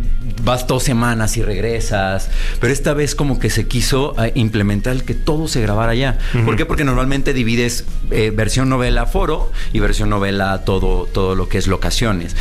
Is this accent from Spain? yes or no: no; Sahuayo, Michoacán, Mexico; Yo soy de Michoacán